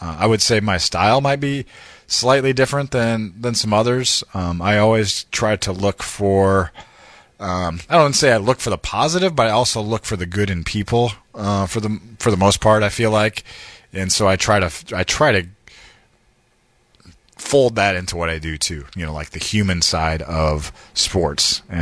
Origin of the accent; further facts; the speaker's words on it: Iowa City, Iowa, United States; I grew up in Iowa City. I grew up rooting for the Hawkeyes.